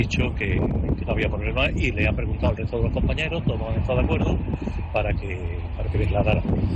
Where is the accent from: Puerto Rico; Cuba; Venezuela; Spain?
Spain; Granada, Andalusia; le recuerdo a todos que soy de Granada y estamos en fiestas